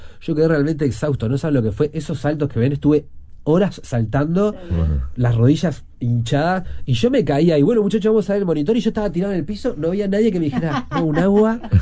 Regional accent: Uruguay; Yo creo que igual acá estoy soy un tipo, soy tan uruguayo que extraño mucho cuando me voy, ¿sabes?

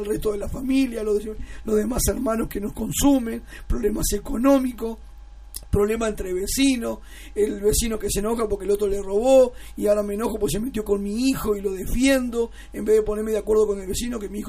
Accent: Canelones, Uruguay; also born or lived in San Luis; yo soy de la Costa de Oro

